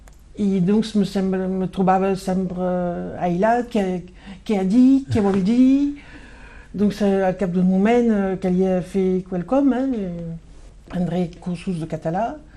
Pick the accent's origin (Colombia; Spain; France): France; accent: French; Catalan is a second language; tinc un accent francès, no?